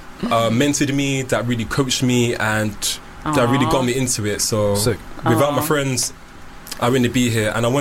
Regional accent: Herne Hill, London, United Kingdom; It's in southeast London, so it's like near Brixton.

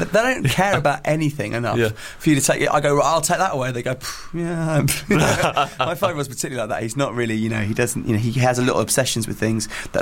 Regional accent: England, United Kingdom; now in Bungay, United Kingdom; I think I'm English.

